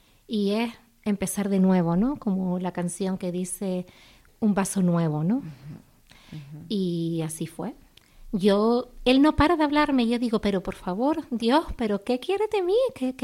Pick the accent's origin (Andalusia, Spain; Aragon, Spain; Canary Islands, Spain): Canary Islands, Spain; Las Palmas; moved away; also born or lived in Madrid / Fuensalida; Yo he vivido, aunque soy de Las Palmas, 24 años en Madrid. Y ahora hace 10 años que estoy en Las Palmas, otra vez en mi tierra. Yo siempre digo que mi tierra es Gran Canaria, mi ciudad Madrid, y mi pueblo Fuensalida, que es un pueblo de Toledo.